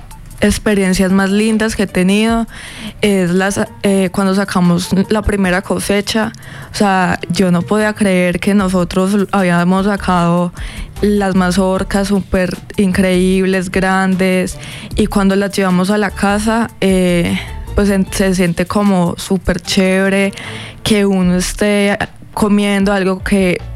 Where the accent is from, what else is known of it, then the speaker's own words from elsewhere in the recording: Cali, Valle del Cauca, Colombia; now in Pereira, Colombia; Sí, soy de Cali y actualmente vivo en Pereira.